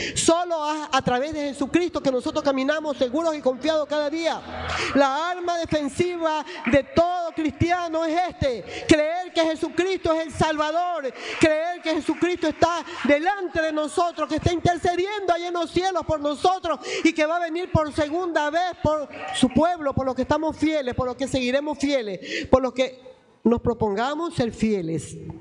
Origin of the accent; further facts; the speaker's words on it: Guayaquil, Guayas, Ecuador; born there; Usted dígale gracias porque nací en Guayaquil. Nunca reniegue donde nació.